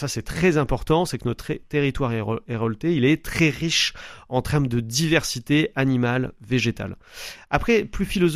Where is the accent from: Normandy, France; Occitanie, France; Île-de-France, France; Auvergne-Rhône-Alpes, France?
Occitanie, France; now in Montpellier, France; je suis né à Montpellier même, à la clinique Clémentville exactement. J'ai pas vécu longtemps à Montpellier quand j'étais jeune, puisque j'ai pas vécu pas très très loin, hein, 2h30 exactement de route sur le Cosméjan, donc en Lozère, dans un territoire très sauvage, entouré de moutons et de vautours.